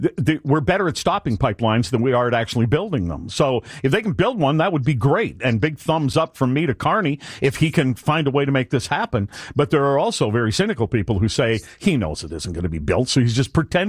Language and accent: English; Ireland; Look, I'm Irish. I don't go to the Irish parade. I don't hate the Irish.